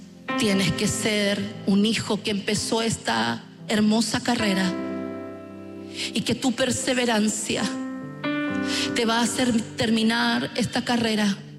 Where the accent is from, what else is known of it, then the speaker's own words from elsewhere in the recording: Chile; Es como cuando nosotros, como chilenos, lo expresamos: oye, no salí de una cuando entré en otra.